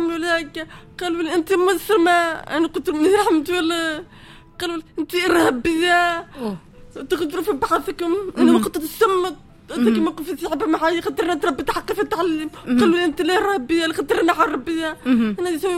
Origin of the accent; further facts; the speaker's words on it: Tunisia; moved away as an adult; أنا عشت حياتي كاملة في تونس